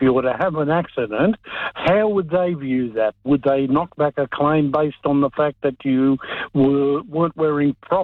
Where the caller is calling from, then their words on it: Canberra, Australian Capital Territory, Australia; I'm calling from Canberra.